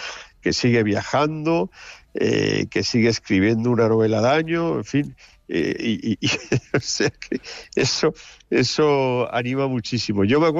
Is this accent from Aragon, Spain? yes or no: yes; Barbastro, Aragon, Spain; O sea, yo soy de Barbastro. Encuentro a uno de Binéfar en Atenas.